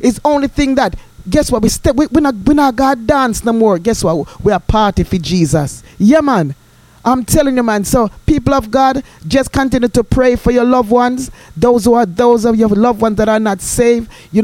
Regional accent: Jamaica; when I was growing up in Jamaica

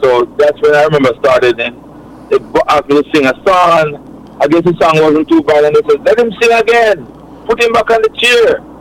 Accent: Colgate, Saint Ann, Jamaica; I am from Colgate, yes.

